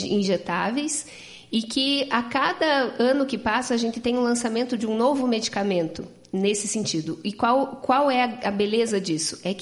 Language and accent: Portuguese; Castro, Paraná, Brazil; born there; Eu sou nascida em Castro.